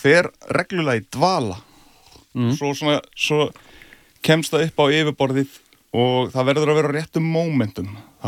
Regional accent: Reykjavík, Capital Region, Iceland; Já, ég er ólst upp í Árbænum.

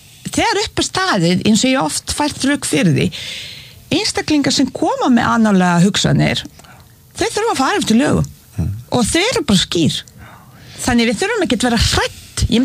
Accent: Bosnia & Herzegovina; Icelandic is a second language; now in Iceland; Ég fæddi upp hann í Bosníu-Hertsegóvínu.

